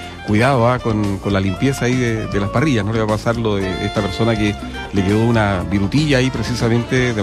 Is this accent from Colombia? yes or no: no; Chile; La implementamos ayer tarde como buen chileno a última hora con los preparativos, con ramitas ahí de aromo, a la bandera chilena